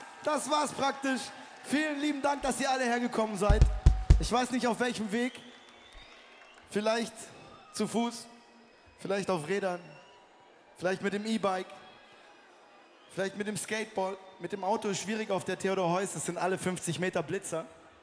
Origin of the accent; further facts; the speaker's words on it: Stuttgart, Baden-Württemberg, Germany; Wir kommen aus Stuttgart, wir können nicht anders.